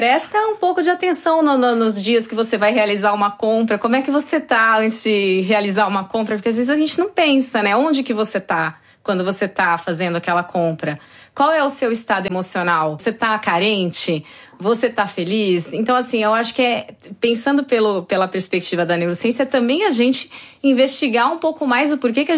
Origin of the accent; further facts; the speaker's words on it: Brazil; moved away; Afinal, sou brasileira.